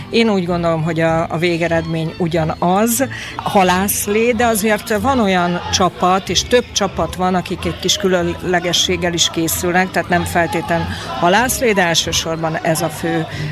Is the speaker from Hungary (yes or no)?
yes; Szolnok, Jász-Nagykun-Szolnok, Hungary; én tiszaparti lány vagyok, Szolnokon születtem